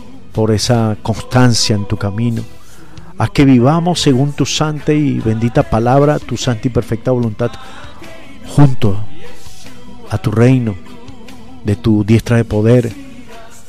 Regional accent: Venezuela

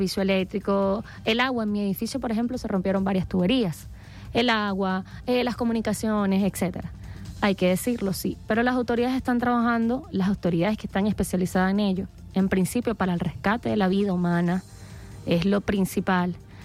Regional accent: Venezuela; lo que verdaderamente somos los venezolanos y las venezolanas, de nuestra identidad

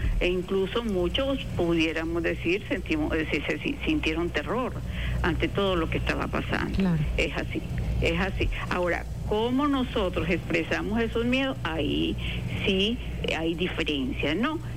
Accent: Venezuela; primero porque dentro de nuestra identidad como venezolanos está la solidaridad.

